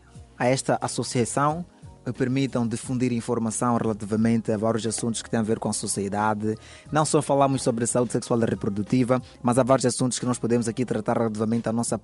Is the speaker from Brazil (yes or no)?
no; France; also born or lived in Dubai / Abu Dhabi / Portugal; now in Mozambique; eu nasci em Dubai, a minha infância resume-se na França, fiz o ensino primário em Abu Dhabi, o ensino secundário foi em Portugal e recentemente cheguei a Moçambique.